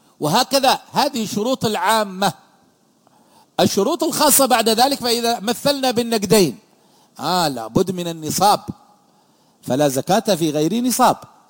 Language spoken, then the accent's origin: Arabic; Yemen; عندنا في اليمن